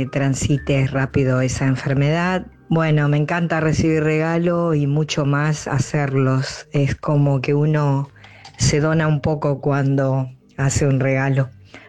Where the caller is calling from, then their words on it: Reconquista, Santa Fe, Argentina; de Reconquista